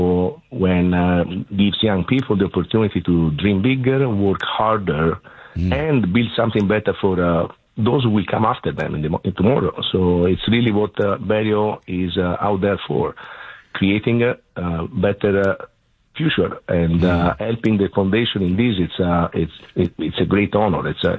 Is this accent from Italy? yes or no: yes; Florence, Tuscany, Italy; moved away as an adult; now in United States; I'm originally from Florence. Personally, I'm from Florence, born and raised Firenze. Wow. And wow. I moved to the U.S. about 20 years ago because of my wife.